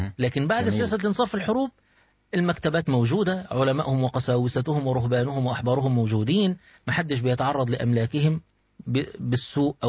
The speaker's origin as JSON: {"language": "Arabic", "country": "Egypt", "said": "يعني انا دلوقتي مصري"}